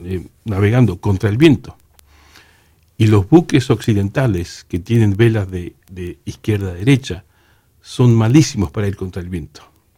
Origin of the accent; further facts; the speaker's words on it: Santa Cruz, Argentina; en Bahía San Gregorio, acá en el estrecho. Y yo lo conozco bien porque yo me crié en Estancia Cóndor, que queda 6 kilómetros